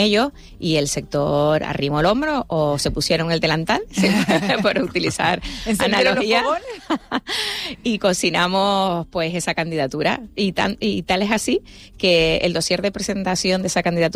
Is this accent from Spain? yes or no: yes; Santa Cruz de Tenerife, Canary Islands, Spain; somos los chicharreros